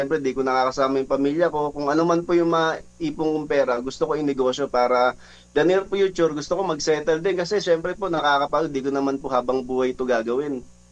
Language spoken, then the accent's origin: Tagalog; Las Piñas, Metro Manila, Philippines; now in Quezon City, Philippines; 33 years old na po. Taga Las Piñas talaga ako, tubong Las Piñas ako. Pero dito ako ngayon naninirahan sa Quezon City.